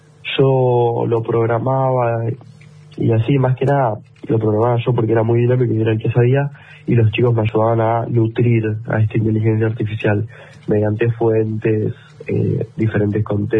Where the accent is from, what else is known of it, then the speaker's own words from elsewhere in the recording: Bahía Blanca, Buenos Aires Province, Argentina; nosotros somos de Bahía Blanca